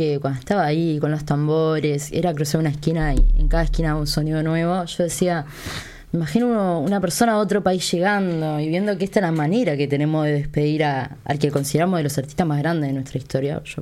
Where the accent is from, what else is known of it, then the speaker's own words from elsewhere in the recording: Montevideo, Uruguay; yo soy de Palermo. Vivo en Carnelli y Nuestra Señora de la Encima, una patrona muy linda.